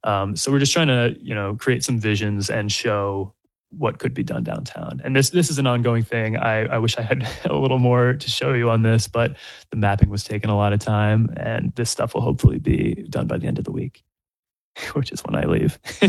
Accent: Providence, Rhode Island, United States; and that's my hometown right there, Providence, Rhode Island.

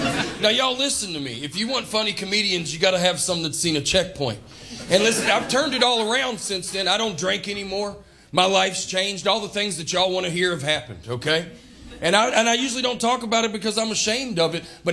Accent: Alabama, United States; moved away as an adult; now in Denver, United States; Nice to meet you. I'm originally from Alabama. I moved to Denver about 9 years ago

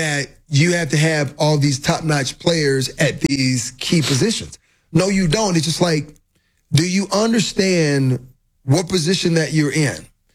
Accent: the South, United States; just like I grew up in the South.

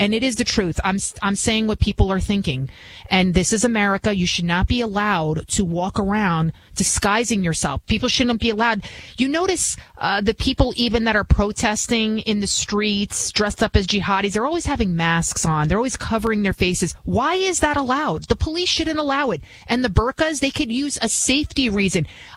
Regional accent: New York, United States; Oh, 100%. My entire family's here because I would leave. I would leave.

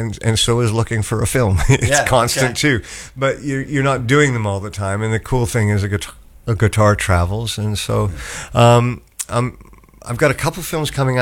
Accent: Toronto, Ontario, Canada; So I grew up in Toronto, Canada

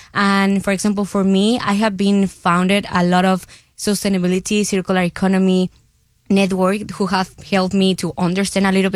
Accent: Mexico; from Mexico, and I'm an entrepreneur in circular economy

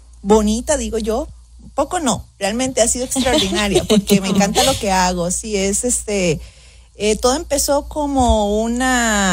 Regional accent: Costa Rica; bueno, yo soy de Costa Rica y pues gracias a Dios tenemos la ventaja, podría decirlo así, de tener o de albergar muchos turistas, ¿verdad?, en nuestro país.

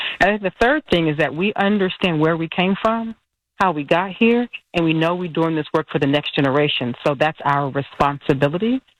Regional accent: Oakland, California, United States; I'm born and raised in East Oakland, Deep East. Go Castlemont. 82nd, 84th. You know, I'm from East Oakland

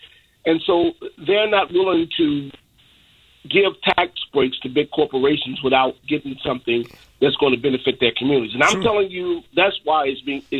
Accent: Chicago, Illinois, United States; I'm a Chicagoan.

